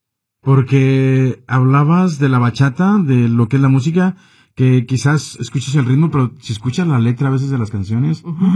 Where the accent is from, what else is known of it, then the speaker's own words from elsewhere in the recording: Mexico; moved away; Porque yo soy de México y también cada estado tiene su música que tú reconoces.